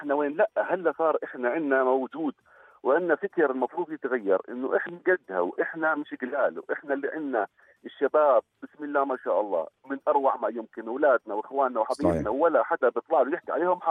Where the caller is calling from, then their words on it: Jordan; إحنا أردنيين